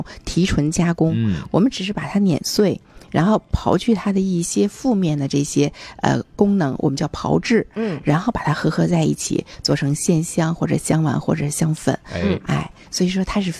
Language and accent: Chinese; China; 它才是我们中国人所追求的